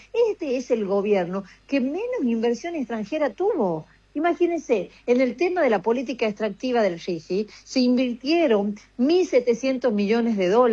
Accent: Argentina

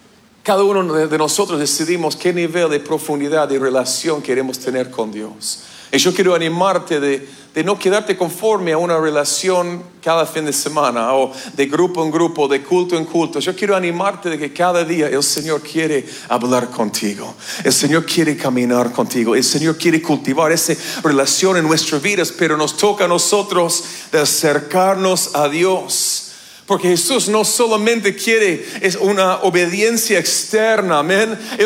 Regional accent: Canada; Spanish is a second language; moved away; como ese gringo de Canadá que habla como sea en español

